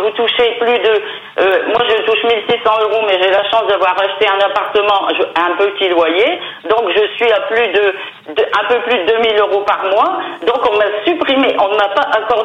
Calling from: Hauts-de-France, France; Dans le Nord.

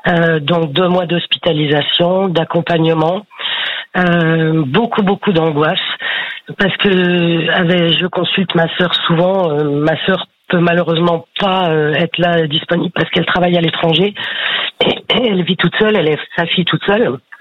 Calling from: Pont-à-Mousson, Grand Est, France; Je vous appelle de Pont-à-Mousson, c'est une petite ville entre Nancy et Metz.

